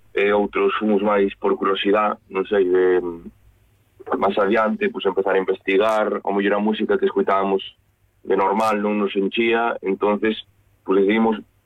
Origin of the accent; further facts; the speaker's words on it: Cabana de Bergantiños, Galicia, Spain; now in A Coruña, Spain; Yo de Cabana, Bergantiños.